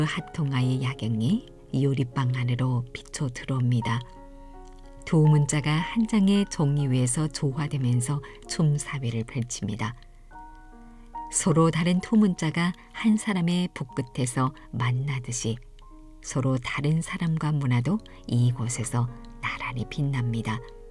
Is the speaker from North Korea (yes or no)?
no; China; 네, 저는 중국 조선족이라고 답합니다. 우리는 중국 조선족이고 한어와 조선어를 함께 배운 세대예요.